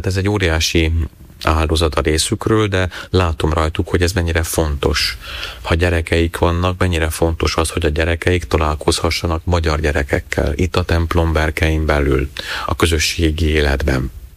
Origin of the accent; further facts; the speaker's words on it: Čebovce, Banská Bystrica Region, Slovakia; also born or lived in Šahy / Bratislava / Budapest; now in Prague, Czech Republic; Én Csábon születtem, az Ipoly mentén. Ipolyságon érettségiztem, majd Pozsonyba kerültem a szemináriumba